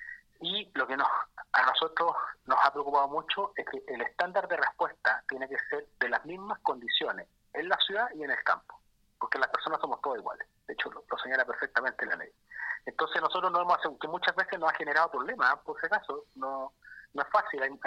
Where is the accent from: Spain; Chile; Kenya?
Chile; Las Cabras, O'Higgins; yo soy de Las Cabras, vivo en un sector rural que se llama El Manzano. ¿Ya? Y viajo todos los días a Rancagua